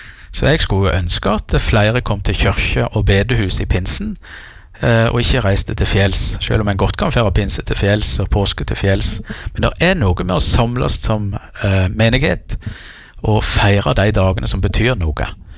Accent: Jæren, Rogaland, Norway; now in Giske, Norway; både på Sunnmøre og på Jæren der jeg er ifra.

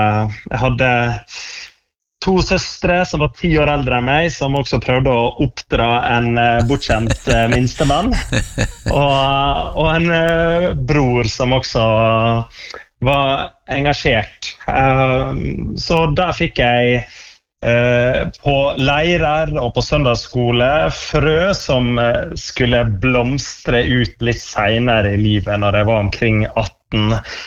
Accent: Valderøya, Møre og Romsdal, Norway; moved away; Vi vokste opp på Valderøya, ja, der var det bedehus og kirka

